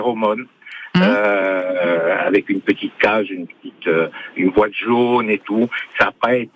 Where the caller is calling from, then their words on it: Nocario, Corsica, France; Je suis à Nocario.